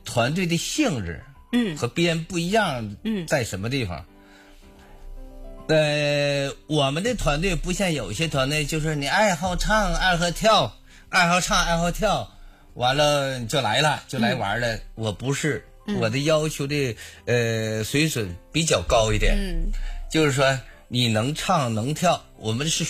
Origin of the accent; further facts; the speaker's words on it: Panjin, Liaoning, China; moved away as an adult; now in Shenyang, China; 我的老家，我从盘锦过来的，我在盘锦交警支队退的休